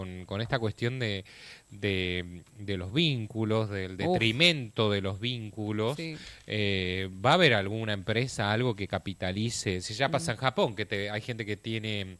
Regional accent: Argentina; acá somos argentinos. Acordate que somos tercer mundo.

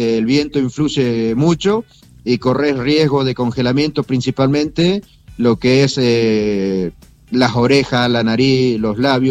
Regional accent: Patagonia, Argentina; now in Antarctica; yo soy patagónico

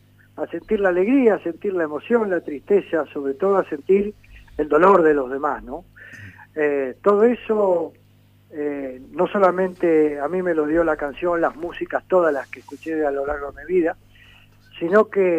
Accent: Buenos Aires, Argentina; also born or lived in Córdoba, Argentina; Nací en Córdoba capital, como toda mi familia somos de ahí. De chiquito vine a Buenos Aires, donde pasé toda mi vida

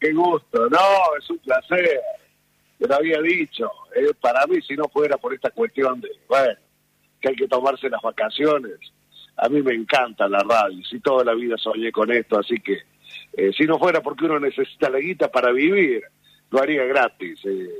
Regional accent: Santa Eufemia, Córdoba, Argentina; No, estoy en mi pueblo, en Santa Eufemia, siempre de temporada.

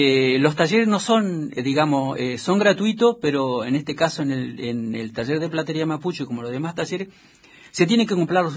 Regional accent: Patagonia, Argentina; los que vivimos acá y los que hemos crecido en la zona patagónica

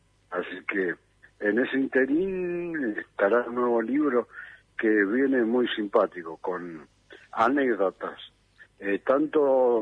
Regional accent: Patagonia, Argentina

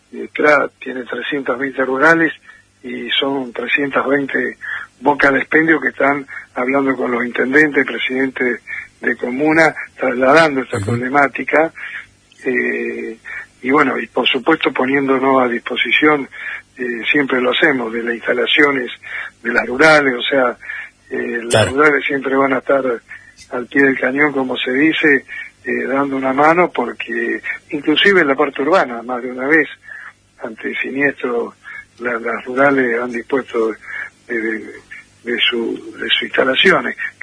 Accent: Argentina

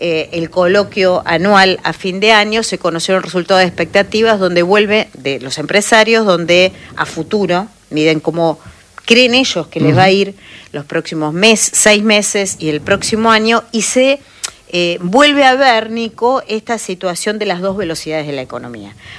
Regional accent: Argentina; Y que habla mucho de cómo somos los argentinos.

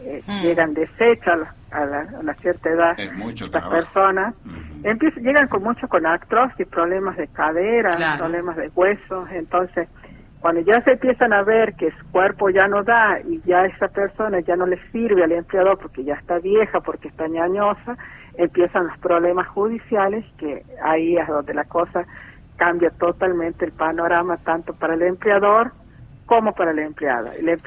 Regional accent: La Rioja, Argentina; yo estoy preocupada como riojana

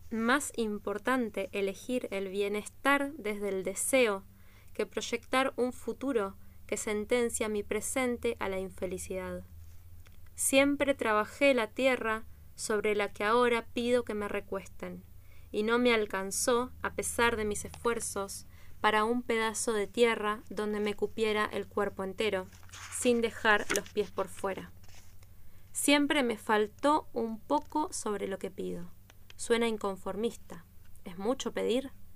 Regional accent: Buenos Aires, Argentina; yo en este momento estoy en condición de migrante, pero yo vengo de Buenos Aires, conozco muchas personas que están en la misma situación

